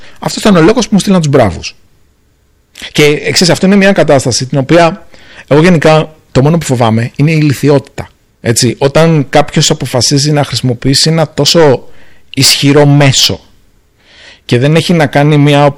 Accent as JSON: {"language": "Greek", "country": "Greece", "moved": "yes", "lives_now": "Singapore", "said": "εγώ είμαι ένας Έλληνας ο οποίος ζει στη Σιγκαπούρη, λειτουργώ από εκεί"}